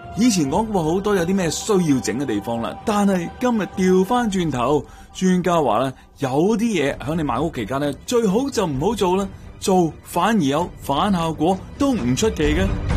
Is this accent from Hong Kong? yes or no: no; Canada; 我哋加拿大人嘅平均嘅净资产都超过咗成108万啦